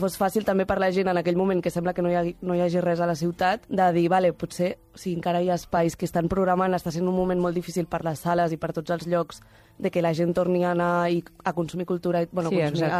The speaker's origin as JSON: {"language": "Catalan", "town": "Cambrils", "region": "Catalonia", "country": "Spain", "moved": "yes", "lives_now": "Barcelona, Spain", "said": "Jo sóc de Cambrils, que és un lloc on la cultura, o sigui, existeix, però és molt difícil i és un poble que està al costat de Salou, que és la màxima gentrificació. Uf. O sigui, jo he viscut allà"}